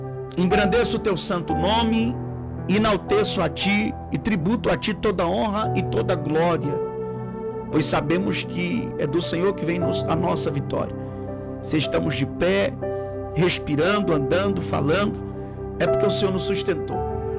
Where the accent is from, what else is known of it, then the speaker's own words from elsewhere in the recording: Itapetinga, Bahia, Brazil; um abraço para Itapetinga, minha terra natal